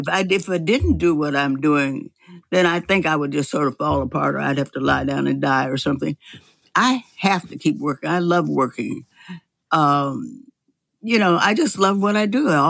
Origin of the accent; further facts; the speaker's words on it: Kansas City, Missouri, United States; moved away; we're both from Kansas City